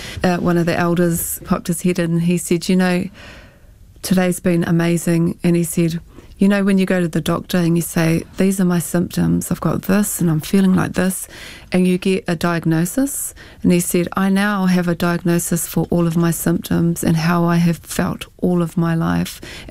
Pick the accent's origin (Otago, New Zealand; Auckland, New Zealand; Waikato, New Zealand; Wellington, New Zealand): Waikato, New Zealand; Like, I'm from Waikato, Maniapoto, Ngāti Pāua, Ngāti Naho, and all those places have something to do with the wars